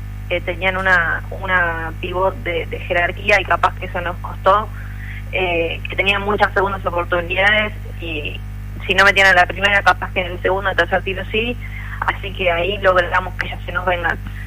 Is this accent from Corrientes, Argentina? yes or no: no; La Plata, Buenos Aires Province, Argentina; moved away as an adult; now in Cinco Saltos, Argentina; Yo vengo de La Plata. Nací ahí. Siempre jugué en equipos platenses